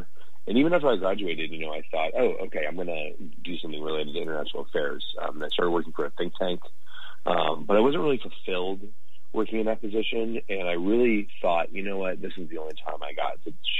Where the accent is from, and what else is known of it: Arlington, Virginia, United States